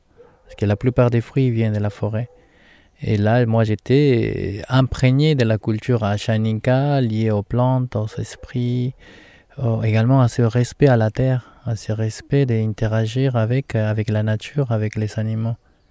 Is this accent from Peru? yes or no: yes; Ayacucho, Peru; French is a second language; moved away; moi, je suis péruvien. Plus exactement d'une région quechua, s'appelle Ayacucho. Et également dans cette région, il y a la forêt amazonienne, qu'on appelle la forêt haute. Et moi, j'ai grandi là-bas, un peu mélangé entre les cultures de la forêt amazonienne